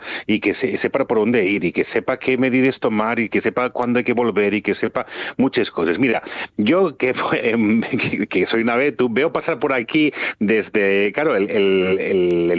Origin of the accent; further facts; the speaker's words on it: Asturias, Spain; los menos somos los asturianos